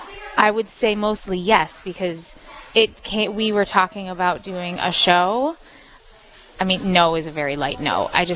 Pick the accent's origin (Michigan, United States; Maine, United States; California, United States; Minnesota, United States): Minnesota, United States; Moorhead; moved away as an adult; now in New York, United States; So I grew up in Moorhead